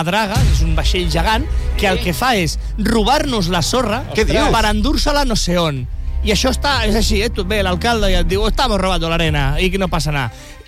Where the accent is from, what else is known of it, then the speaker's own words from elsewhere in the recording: Castelldefels, Catalonia, Spain; a Castelldefels, que és d'on jo soc